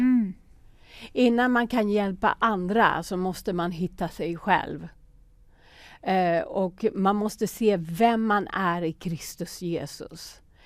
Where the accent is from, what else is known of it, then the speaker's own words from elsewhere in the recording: Södertälje, Stockholm County, Sweden; Jag kommer ju från Södertälje då, som är söder om Stockholm.